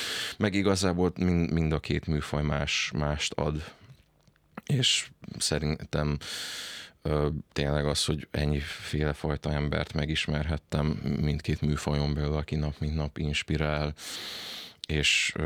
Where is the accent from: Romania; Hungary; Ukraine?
Romania; Cluj-Napoca, Cluj County; kolozsvári származású vagyok, ott is kezdtem el az iskolát